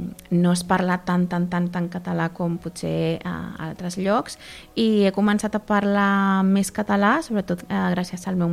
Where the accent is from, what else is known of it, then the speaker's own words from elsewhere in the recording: Argentina; now in Caldes, Spain; Aquesta perspectiva a nivell de persona de fora, perquè jo sóc de l'Argentina, veure, no?